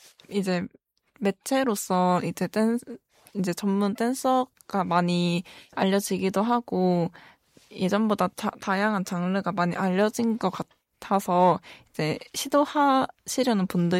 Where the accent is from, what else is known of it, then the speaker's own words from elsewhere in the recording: Jeonju, North Jeolla, South Korea; 그래도 이제 전주가 고향이다 보니까 그래서 자주 내려올 것 같기는 합니다.